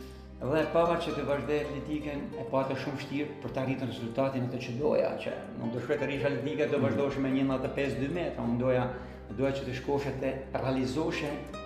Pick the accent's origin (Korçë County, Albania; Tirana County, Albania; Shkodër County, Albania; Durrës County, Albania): Shkodër County, Albania; Shkodër; ne si Shkodran